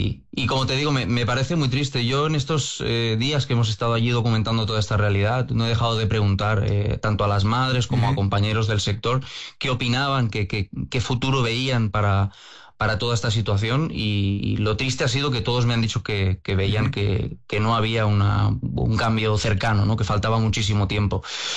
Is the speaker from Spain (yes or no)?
yes; Spain; yo personalmente que soy de España